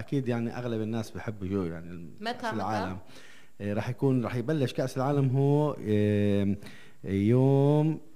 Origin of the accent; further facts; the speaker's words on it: Palestine; احنا كفلسطينيين